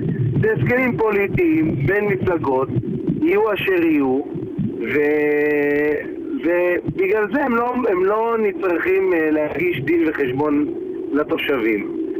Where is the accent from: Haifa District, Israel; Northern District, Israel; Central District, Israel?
Central District, Israel; Rishon LeZion; כמו בעיריות אחרות שאני גדלתי בתור ילד בראשון, אז אני יודע מה זה עיר מתוקנת.